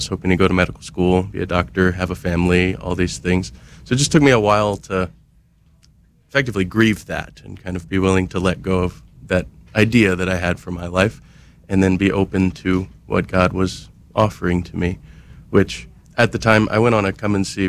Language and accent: English; Louisiana, United States; now in St. Louis, United States; I'm from Louisiana, from the South.